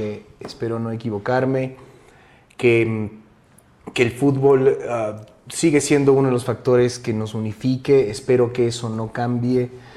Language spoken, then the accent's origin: Spanish; Ecuador